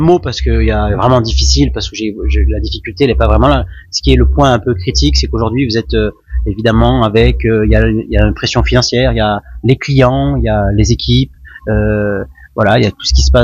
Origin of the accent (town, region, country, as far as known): Sisteron, Provence-Alpes-Côte d'Azur, France